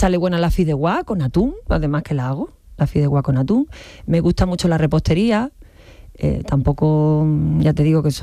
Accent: Seville, Andalusia, Spain; born there; mi centro histórico de Sevilla que me encanta y, bueno, es donde yo nací

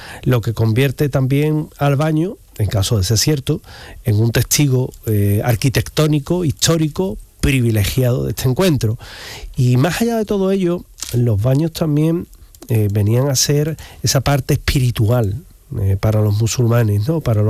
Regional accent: Andalusia, Spain; A nosotros nos gusta porque somos andaluces y todo lo que lleva...

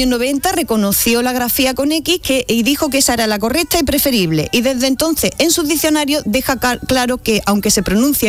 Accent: Andalusia, Spain; que es como se diría en mi pueblo, en vuestro pueblo se dice, te vas a escalabocinar.

